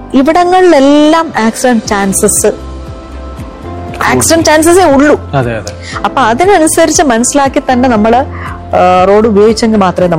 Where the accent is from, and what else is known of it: Kerala, India